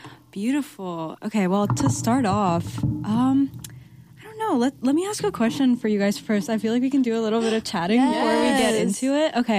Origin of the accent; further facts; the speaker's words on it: Pune, Maharashtra, India; So I'm from India, mm-hmm. right? And I'm from a city in India called Pune, which is like 4 hours south, if you guys know, like Bombay, like Mumbai.